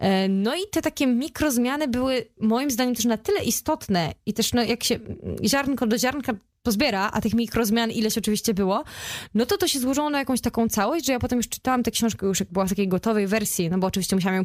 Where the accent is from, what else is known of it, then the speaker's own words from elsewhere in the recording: Opole, Opole Voivodeship, Poland; bo ja jestem Opolanką